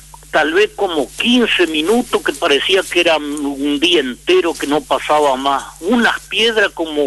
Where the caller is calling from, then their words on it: Ramírez, Argentina; Ahí andamos, Puma, un día horrible acá también en Ramírez.